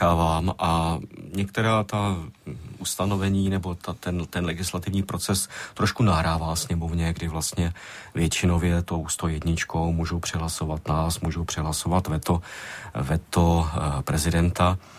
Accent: Vysočina Region, Czechia; protože to jsou všechno velká města a já jsem hrdý z Vysočiny, takže já to teď zmiňuji takhle široce

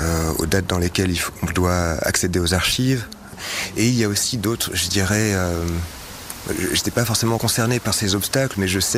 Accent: Bordeaux, Nouvelle-Aquitaine, France; la première fois que j'ai eu un cours de tchèque, c'était dans ma ville natale à Bordeaux.

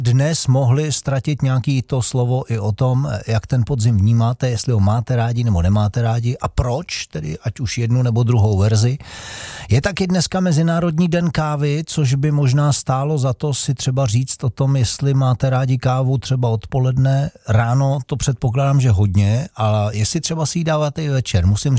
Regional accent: Karlovy Vary, Karlovy Vary Region, Czechia; moved away; Jsem z Karlových Varů původně

